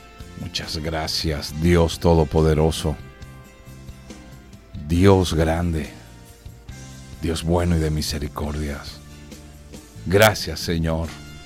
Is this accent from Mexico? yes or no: no; Venezuela; de nosotros, los venezolanos.